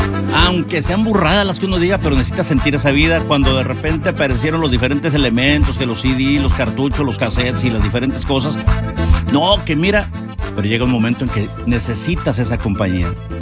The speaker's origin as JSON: {"language": "Spanish", "town": "Morelia", "region": "Michoacán", "country": "Mexico", "moved": "yes", "said": "Yo soy de Morelia y la nostalgia me invade a veces, porque me acuerdo del barrio, ahí en Morelia."}